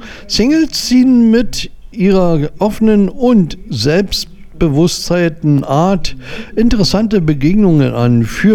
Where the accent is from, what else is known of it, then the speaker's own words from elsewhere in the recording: Berlin, Germany; now in Hesse, Germany; Ich bin ja Berliner in Hessen.